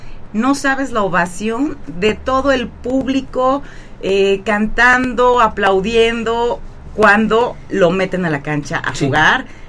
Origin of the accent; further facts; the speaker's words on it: Mexico; somos muy solidarios como mexicanos